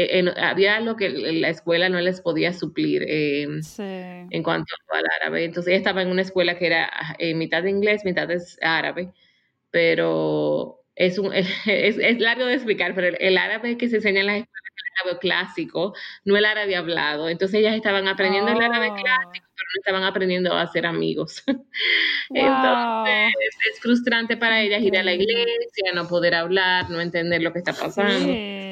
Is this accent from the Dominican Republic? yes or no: yes; Dominican Republic; moved away as an adult; also born or lived in United States; now in Middle East; Yo soy dominicana de nacimiento, nací en la República Dominicana y viví allá casi toda mi vida. Bueno, hasta hace 10 años.